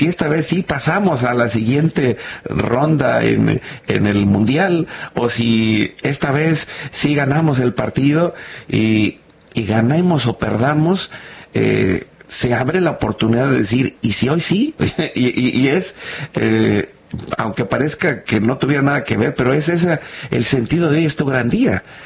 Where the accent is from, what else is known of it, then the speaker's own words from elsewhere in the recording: Mexico; somos mexicanos.